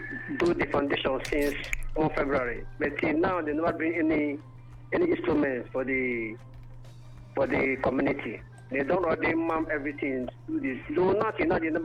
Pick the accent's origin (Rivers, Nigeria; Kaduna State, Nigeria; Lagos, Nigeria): Rivers, Nigeria; I'm coming from a community from Ogoni